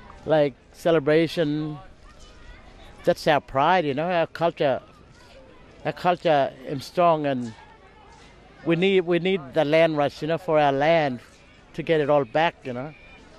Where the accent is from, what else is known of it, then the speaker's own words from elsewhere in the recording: Nooka, Northern Territory, Australia; I'm from Nooka Community in the Northern Territory.